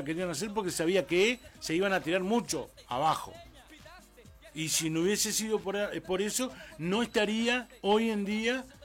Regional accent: Uruguay; Yo sinceramente, como uruguayo y ya no veo muy lejos la jubilación

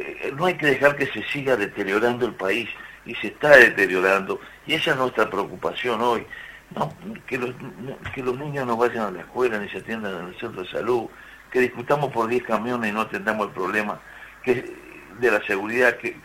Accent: Durazno, Uruguay; Durazno, nosotros somos de Durazno.

